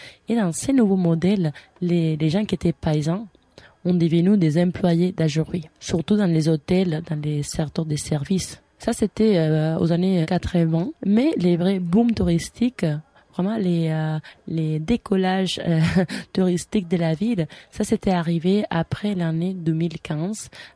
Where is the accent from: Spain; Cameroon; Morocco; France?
Spain; French is a second language; now in Canada; Moi, je viens de l'Espagne, qui c'est quand même une monarchie parlementaire. On a aussi des rois, et au Canada aussi, on a des rois